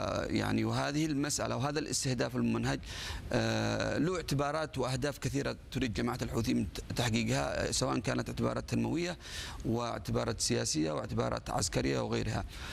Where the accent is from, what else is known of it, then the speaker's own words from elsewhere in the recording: Yemen; أنا كيمني